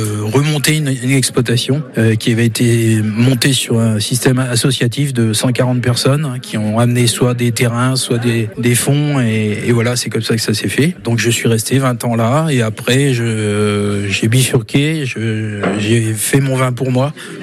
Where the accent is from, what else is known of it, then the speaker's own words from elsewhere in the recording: France; moved away as an adult; also born or lived in south of France; Moi je viens du Val-de-Loire, durant mes études j'ai travaillé aussi dans le sud de la France et je suis remonté justement dans le Soie